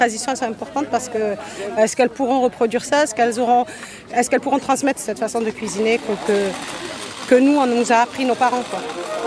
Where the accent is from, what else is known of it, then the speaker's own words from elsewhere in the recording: Carpentras, Provence-Alpes-Côte d'Azur, France; born there; moi je viens de Carpentras.